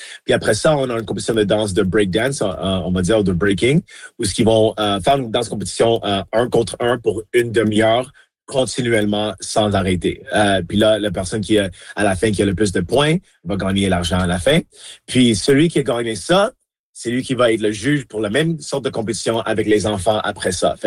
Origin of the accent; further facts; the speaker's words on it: Montreal, Quebec, Canada; now in Winnipeg, Canada; Je suis né, j'ai grandi à Montréal, à La Salle, au sud de l'île. J'habitais là jusqu'à l'année 2006 quand j'ai déménagé ici à Winnipeg en 2006 avec mon père.